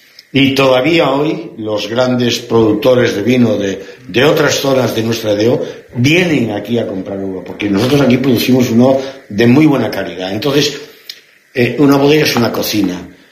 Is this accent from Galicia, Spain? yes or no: yes; Vigo, Galicia, Spain; born there; now in Salvaterra de Miño, Spain; Yo no he nacido en este pueblo, he nacido desgraciadamente, nací en Vigo, pero hace 40, ¿cuántos años, María? 40 y tantos, ¿no?